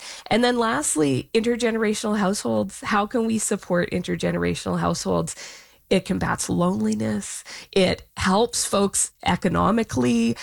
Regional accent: Saskatchewan, Canada; also born or lived in Yukon; Well, I grew up in rural Canada. I grew up in Saskatchewan and the Yukon. So even more, well, very, very north.

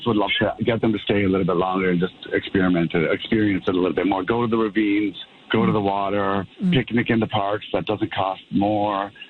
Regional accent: Amsterdam, North Holland, Netherlands; now in Toronto, Canada; I moved here 18 years ago from Amsterdam, and I came here as a little bit of a reluctant transplant.

